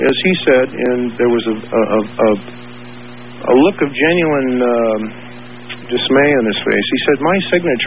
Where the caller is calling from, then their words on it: Mendocino County, California, United States; in Mendocino County listening to you on KOH.